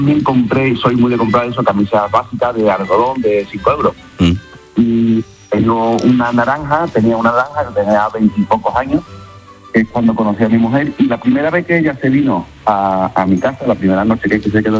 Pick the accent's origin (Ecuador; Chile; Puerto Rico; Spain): Spain; Matalascañas, Andalusia; Yo soy de Latino, de Matalascaña.